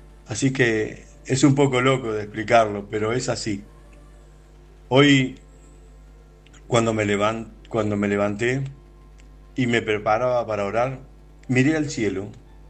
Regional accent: Argentina; de Argentina y agradezco a Dios por este tiempo de poder compartir la palabra con ustedes.

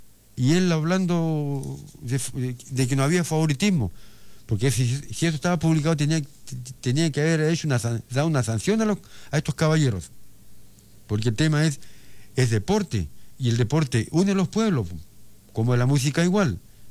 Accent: Chile; como hablamos aquí en la chilena y por acá cerca

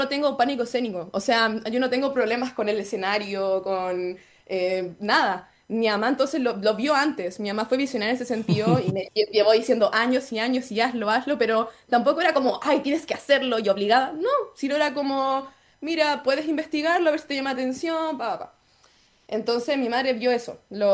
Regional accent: Castro, Los Lagos, Chile; moved away as an adult; yo soy de Castro, de toda la vida, solo que por estudios claramente tuve que estudiar fuera y me encuentro fuera, pero siempre estoy viajando.

